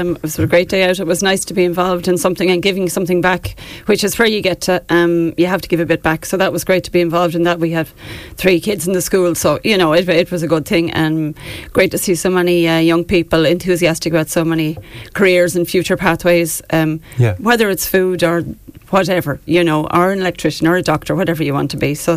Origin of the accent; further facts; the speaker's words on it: Ferns, Leinster, Ireland; He's from Kilrush, I'm from Ferns, and we all were FCJ